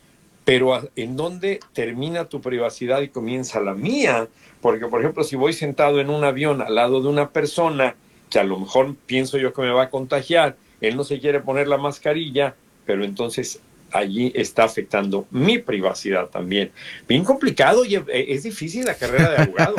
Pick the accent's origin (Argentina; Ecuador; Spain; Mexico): Mexico; yo como mexicano, ¿qué ayuda puedo tener en determinados casos